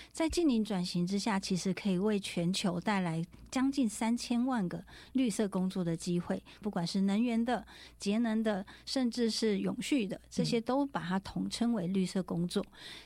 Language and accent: Chinese; Taiwan